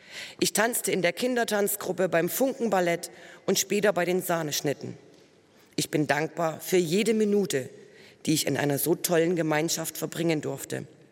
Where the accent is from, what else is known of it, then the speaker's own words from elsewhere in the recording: Paaren, Brandenburg, Germany; Ich bin in Paaren geboren, bin hier aufgewachsen und habe hier auch selbst eine Familie gegründet.